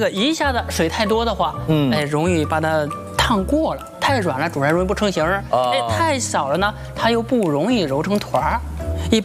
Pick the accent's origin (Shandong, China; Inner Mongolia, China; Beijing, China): Beijing, China; 我们北京这边都是烫面居多